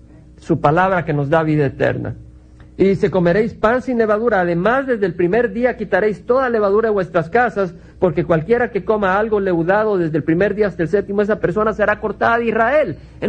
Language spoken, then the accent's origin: Spanish; El Salvador; now in United States; Su servidor viene de El Salvador, donde hemos visto la guerra civil, la sangre y la destrucción que causó.